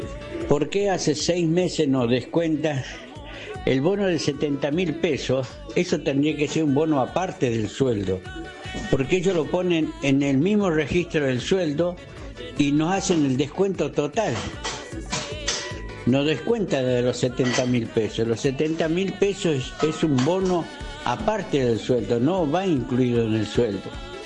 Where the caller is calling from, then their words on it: Chivilcoy, Buenos Aires Province, Argentina; de Chivilcoy.